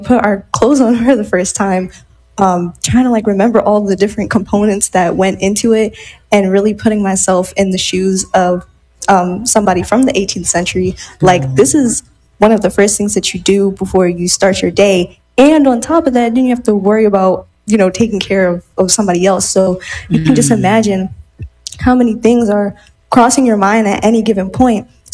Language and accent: English; Philadelphia, Pennsylvania, United States; I come from, I'm from North Philly